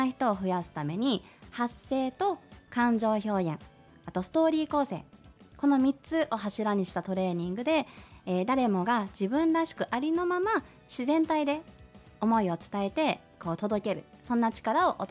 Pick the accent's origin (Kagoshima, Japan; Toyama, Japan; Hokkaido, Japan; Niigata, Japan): Hokkaido, Japan; Sapporo; 出身は札幌です。今親だけ移住して、